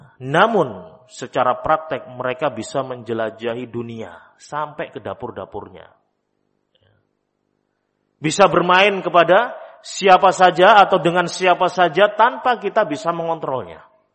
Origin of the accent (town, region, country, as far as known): Java, Indonesia